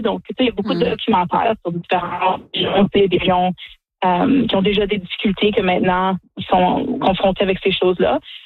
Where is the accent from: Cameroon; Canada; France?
Canada; Sudbury, Ontario; Aussi, nous, on vient de Sudbury. Donc, c'est une ville minière où on paye encore le prix pour certaines des choses qui sont passées dans le passé.